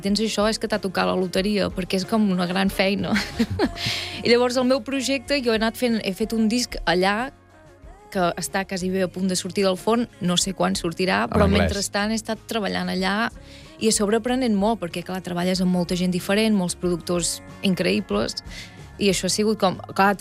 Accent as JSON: {"language": "Catalan", "town": "Vic", "region": "Catalonia", "country": "Spain", "tie": "born or raised there", "accent": "Catalan", "first_language": "Catalan", "moved": "as an adult", "lives_now": "New York, United States", "said": "jo tinc molta sort de ser un lloc com Vic"}